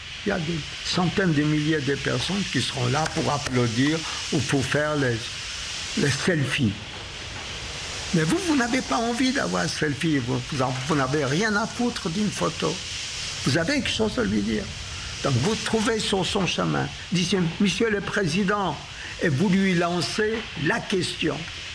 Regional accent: Warsaw, Masovian Voivodeship, Poland; born there; first language Polish and Yiddish; French is a second language; Enfant, je parlais polonais et le yiddish. C'était, pour ceux qui ne savent pas, je suis né à Varsovie en 1936. Varsovie, 1 million d'habitants

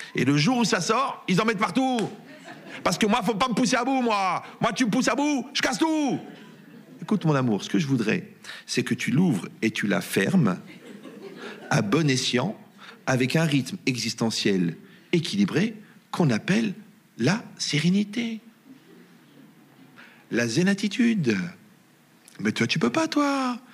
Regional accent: Algeria; born there; je suis né en Algérie

